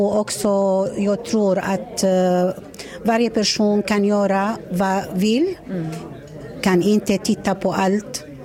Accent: Syria; Swedish is a second language; moved away as an adult; now in Sofiedal, Sweden; jag kommer från Syrien för 10 år sedan, och när kriget börjat i mitt land.

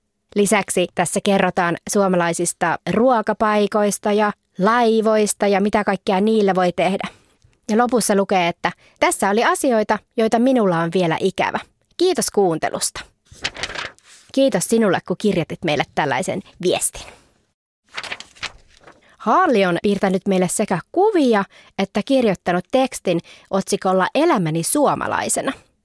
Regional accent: Eskilstuna, Södermanland, Sweden; Finnish is a second language; Minun isä on suomalainen ja minä olen ruotsalainen. Osaan vain vähän suomea.

